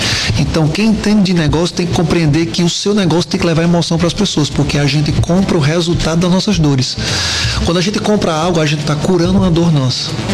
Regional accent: Paraíba, Brazil; E eu fiz em São Paulo e trouxe para Paraíba por ser paraibano.

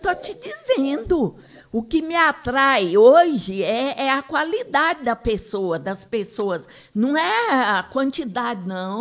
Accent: Itamarandiba, Minas Gerais, Brazil; born there; eu nasci de corpo em Itamarandiba, mas a alma nasceu, foi aí.

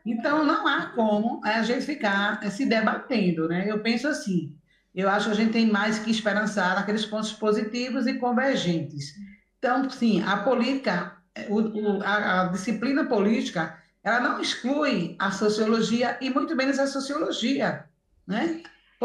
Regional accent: Pernambuco, Brazil; de Pernambuco. Sou catarinense e sou de Pernambuco.

